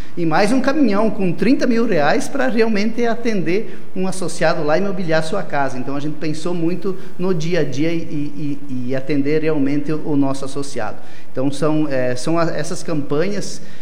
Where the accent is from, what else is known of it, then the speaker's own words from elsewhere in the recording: Iraceminha, Santa Catarina, Brazil; minha terra natal, Iraceminha